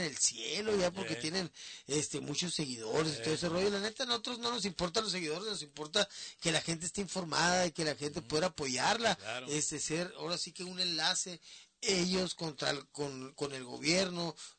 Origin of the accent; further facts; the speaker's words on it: Dominican Republic; Yo soy acá de la República Dominicana, papá, tú sabes, bueno, rico